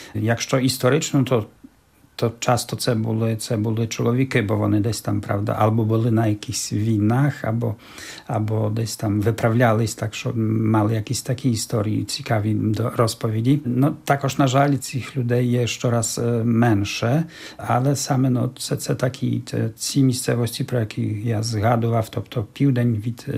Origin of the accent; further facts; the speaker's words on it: Czeremcha, Podlaskie Voivodeship, Poland; Ну, моя рідна Черемха також, бо це також такий сильний центр.